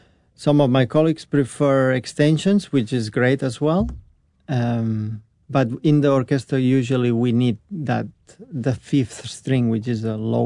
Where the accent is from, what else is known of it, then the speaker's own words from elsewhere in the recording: Catalonia, Spain; I'm from Catalonia, yes.